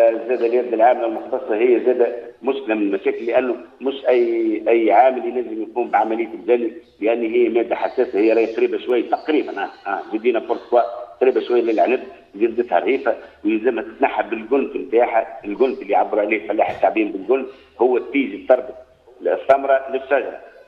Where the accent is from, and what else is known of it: Siliana, Tunisia